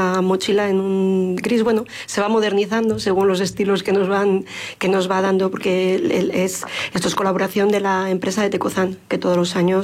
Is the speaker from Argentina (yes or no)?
no; Corrales, Castile and León, Spain; conozco a los alcaldes porque soy de Corrales, pero dentro de mis paisanos se han ido cambiando las alcaldías